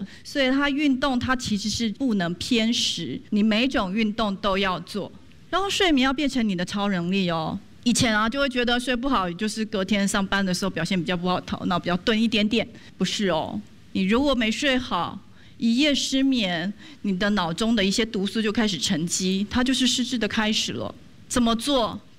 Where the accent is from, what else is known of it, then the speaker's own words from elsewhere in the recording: Taiwan; 我们台湾人